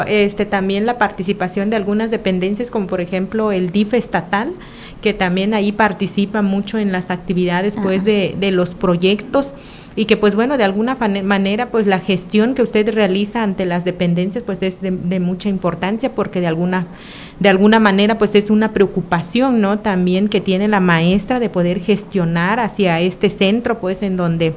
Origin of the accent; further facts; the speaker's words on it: Mesa del Nayar, Nayarit, Mexico; nuestra comunidad, que es Mesa del Nayar